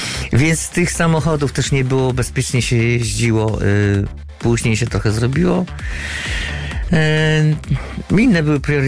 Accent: Węgorzewo, Warmian-Masurian Voivodeship, Poland; born there; also born or lived in Warsaw; now in Olsztyn, Poland; bo ja się urodziłem w ogóle w Węgorzewie, miałem tam sporo też znajomych, przyjaciół i często rowerem jeździłem z Olsztyna przez wiele lat do Węgorzewa

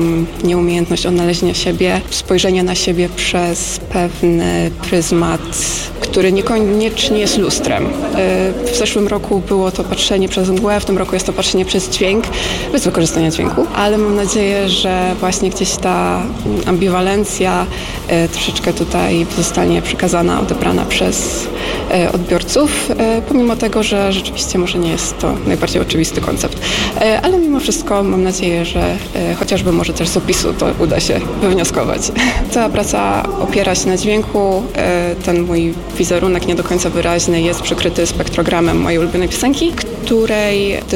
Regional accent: Toruń, Kuyavian-Pomeranian Voivodeship, Poland; jestem z Torunia.

